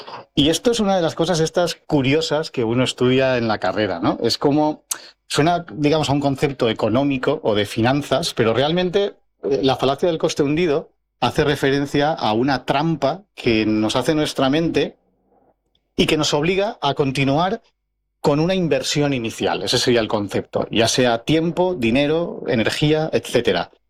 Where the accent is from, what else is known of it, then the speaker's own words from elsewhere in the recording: Algemesí, Valencian Community, Spain; now in Alzira, Spain; yo estoy a caballo entre Algemesí y Alcira, sabes que sí. Mi familia es de Algemesí. Yo tengo mi residencia, digamos, en Alcira, pero bueno, estamos al lado y voy dando vueltecitas. Y mi pueblo, el meu poble, es Algemesí.